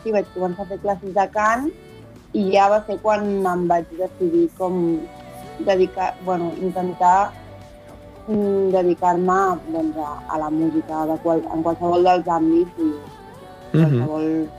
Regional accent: Terrassa, Catalonia, Spain; soc de Terrassa i soc cantant i artista emergent.

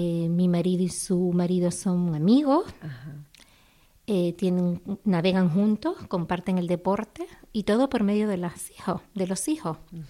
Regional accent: Las Palmas, Canary Islands, Spain; moved away; also born or lived in Madrid / Fuensalida; Yo he vivido, aunque soy de Las Palmas, 24 años en Madrid. Y ahora hace 10 años que estoy en Las Palmas, otra vez en mi tierra. Yo siempre digo que mi tierra es Gran Canaria, mi ciudad Madrid, y mi pueblo Fuensalida, que es un pueblo de Toledo.

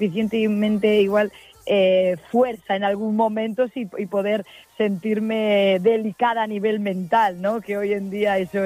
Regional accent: O Incio, Galicia, Spain; born there; me hace feliz estar en mi pueblo, en Oincio, con mi familia.

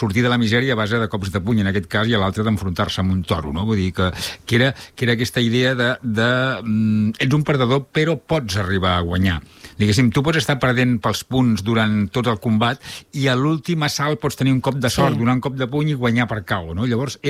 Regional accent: Reus, Catalonia, Spain; a Reus, jo sóc de Reus

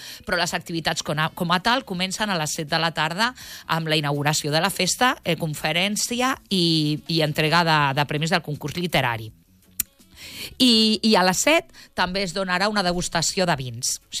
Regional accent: Touro, Galicia, Spain; also born or lived in Barcelona; al meu poble, jo soc de Touro, bueno, jo soc nascuda a la Vall d'Hebron de Barcelona, però quan vaig a Galícia vaig a Touro, que està al costat de Santiago

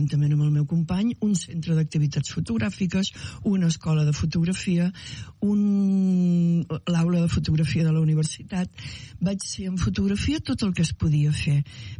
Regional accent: Calella, Catalonia, Spain; moved away as an adult; now in Brazil; Mira, vaig néixer a Calella, vaig estudiar a Calella, em vaig enamorar a Calella. Vaig ser filla de 2 artistes de Calella.

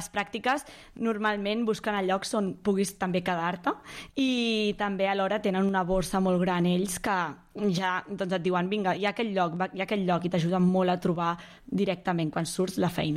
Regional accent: Caldes, Catalonia, Spain; Jo soc d'aquí Caldes

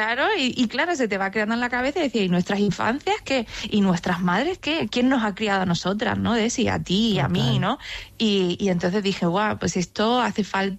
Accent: China; now in Spain; oye, es que yo soy china, pero tengo una familia española

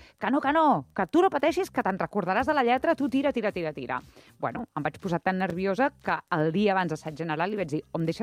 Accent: Premià de Mar, Catalonia, Spain; L'última Premià de Mar a casa meva, al meu poble.

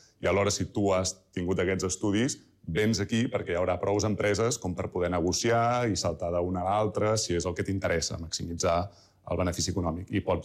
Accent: Barcelona, Catalonia, Spain; moved away as an adult; also born or lived in Argentina; now in California, United States; Barcelona, que és no només la ciutat d'on soc, sinó la ciutat d'on és el meu pare, el meu avi, etc.

